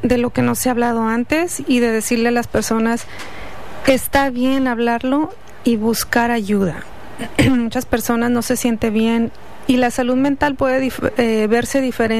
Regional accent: Mexico; nosotros como mexicanos y de ahí diferente población tenemos muchas costumbres

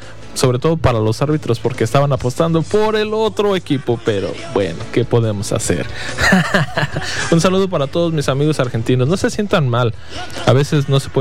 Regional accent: Michoacán, Mexico; yo soy producto náhuatl, 100% purépecha, banda. Y sí, michoacano, de mucho orgullo de Michoacán.

